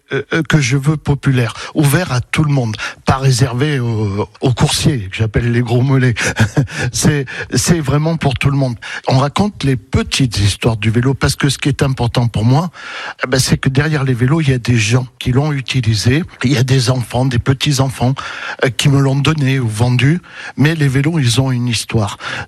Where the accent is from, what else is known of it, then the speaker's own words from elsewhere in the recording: Limoges, Nouvelle-Aquitaine, France; born there; also born or lived in Paris region; now in Arnac-la-Poste, France; Et nous étions en région parisienne et je suis né à Limoges. Donc je suis revenu dans ma région